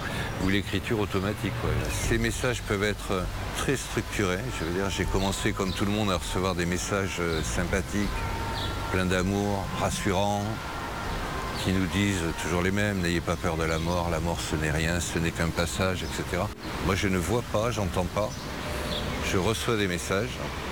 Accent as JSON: {"language": "French", "town": "Toulouse", "region": "Occitanie", "country": "France", "tie": "born or raised there", "said": "je suis originaire de Toulouse, quand on dit « Adieu », c'est comme on dit « Au revoir »"}